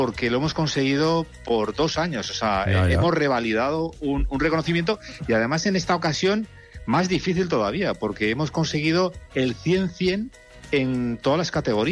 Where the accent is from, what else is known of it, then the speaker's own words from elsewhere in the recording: Aragon, Spain; la que comúnmente consumimos todos los aragoneses